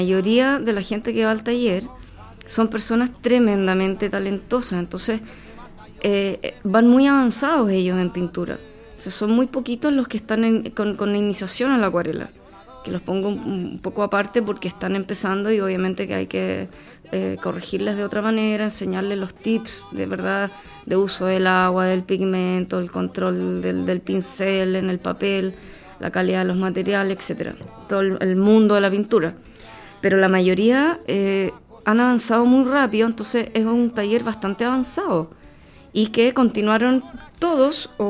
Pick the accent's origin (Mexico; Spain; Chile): Chile; Peumo, O'Higgins; moved away as an adult; also born or lived in Santiago / Viña del Mar / Reñaca; crecí en Peumo y luego, bueno, salí del colegio, me fui a vivir a Santiago, después estuve muchos años en Viña viviendo en la quinta región, en Reñaca.